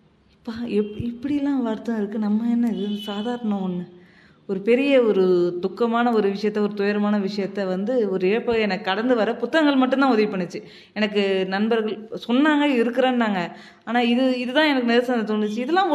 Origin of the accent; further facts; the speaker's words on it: Kanchipuram, Tamil Nadu, India; born there; moved away as an adult; also born or lived in Cuddalore / Vellore; now in Nilgiris, India; எனக்கு எப்படி என்னோட பிறந்த ஊர் என்னால் மறக்க முடியாதோ, என்னால் காஞ்சிபுரத்தை எப்பவுமே விட்டு கொடுக்க முடியாது.